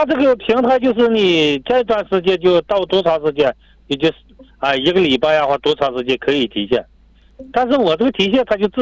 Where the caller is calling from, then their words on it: Hohhot, Inner Mongolia, China; 我是呼市朋友啊，我是呼市的